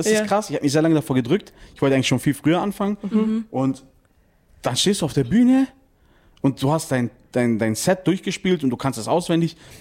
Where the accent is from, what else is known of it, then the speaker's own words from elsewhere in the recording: Esperia, Lazio, Italy; Das heißt Esperia. Das ist so 120 Kilometer circa nach Rom, also südlich. Mhm. 80 Kilometer vor Napoli circa. Mhm. Das sind in den Bergen.